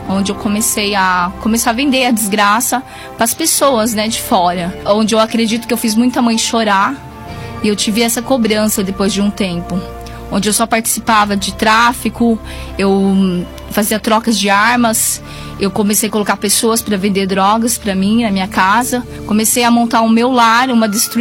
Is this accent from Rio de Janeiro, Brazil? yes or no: no; Bom Jesus dos Perdões, São Paulo, Brazil